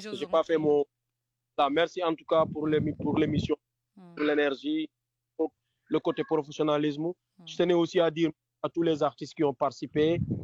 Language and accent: French; Senegal; chez nous, au Sénégal